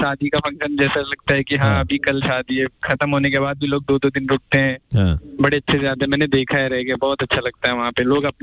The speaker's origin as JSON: {"language": "Hindi", "town": "Didarganj", "region": "Uttar Pradesh", "country": "India", "said": "मतलब हम लोग का गांव भी है ना यूपी आजमगढ़ में।"}